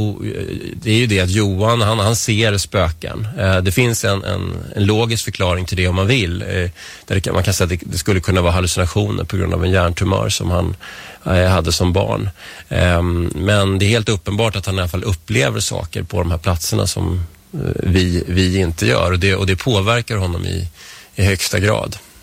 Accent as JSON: {"language": "Swedish", "town": "Vällingby", "region": "Stockholm County", "country": "Sweden", "also_born_or_lived": "Strängnäs", "lives_now": "Nacka, Sweden"}